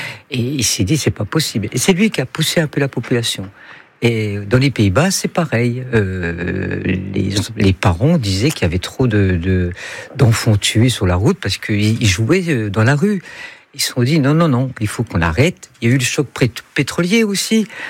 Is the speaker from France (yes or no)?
yes; France; chez nous en France